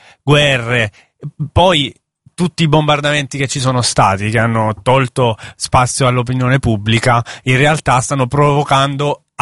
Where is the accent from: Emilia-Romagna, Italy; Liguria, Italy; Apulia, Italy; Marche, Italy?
Apulia, Italy; io sono salentino